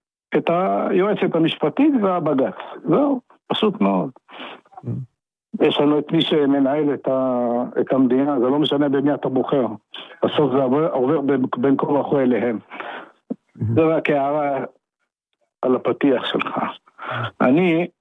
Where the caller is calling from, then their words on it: Jerusalem, Jerusalem District, Israel; אני מירושלים.